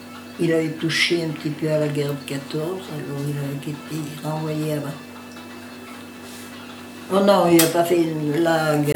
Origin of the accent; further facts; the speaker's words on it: Saint-Romain, France; born there; Je suis née à Saint-Romain, je veux dire, Saint-Romain, c'est des villages, il y a le Soleillant, il y a Valenchère, j'étais un peu aux deux endroits, mais enfin, je veux dire, Saint-Romain, et puis ça y est, Saint-Romain, Valenchère.